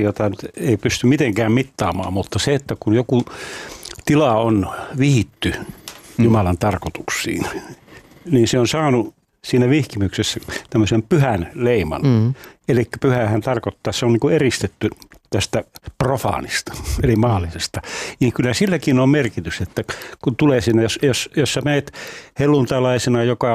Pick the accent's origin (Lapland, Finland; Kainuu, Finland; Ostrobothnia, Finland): Lapland, Finland; Rovaniemi; Ja kun mä Rovaniemeltä kotoisin, sellainen valtava alttarifresko, joka siellä on